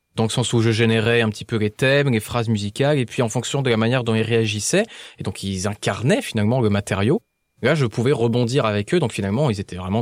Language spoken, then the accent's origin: French; Salon-de-Provence, Provence-Alpes-Côte d'Azur, France; suis rentré au conservatoire de ma petite ville, Salon de Provence, là d'où je viens